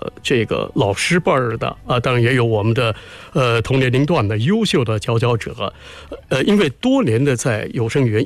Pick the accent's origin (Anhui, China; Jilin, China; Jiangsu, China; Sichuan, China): Jiangsu, China; Nanjing; moved away; 其实作为一个南京人创立了这样的一个全国性的品牌，